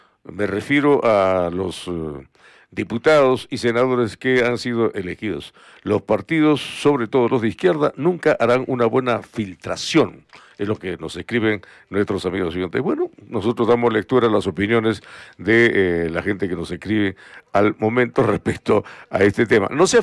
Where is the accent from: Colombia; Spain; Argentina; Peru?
Peru; asumamos nuestra responsabilidad como peruanos.